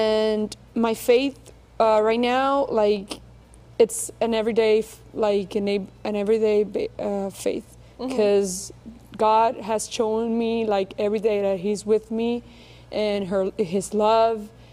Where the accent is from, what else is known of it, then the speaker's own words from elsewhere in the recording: Dominican Republic; English is a second language; moved away as an adult; now in Miami, United States; I'm from Dominican Republic. Right now, I am here, living in Miami.